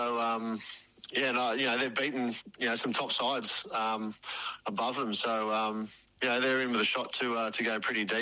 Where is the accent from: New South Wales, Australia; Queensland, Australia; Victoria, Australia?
New South Wales, Australia; Albury; growing up in the country, I grew up in Albury, and you know, football was a big part of my childhood.